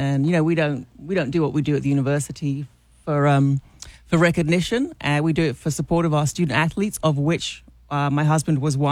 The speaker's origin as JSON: {"language": "English", "region": "London", "country": "United Kingdom", "moved": "yes", "lives_now": "Arkansas, United States", "said": "So, I mean, I'm a transplant to Arkansas. I'm from London originally, if you couldn't tell."}